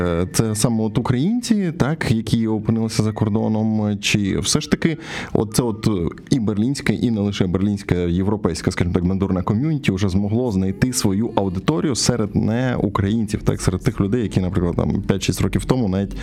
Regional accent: Chernihiv, Chernihiv Oblast, Ukraine; born there; я там колись народився в Чернігові

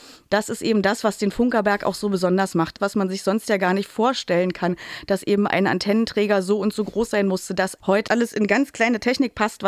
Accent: Königs Wusterhausen, Brandenburg, Germany; also born or lived in Saxony; obwohl ich auch in Königs Wusterhausen zur Schule gegangen bin

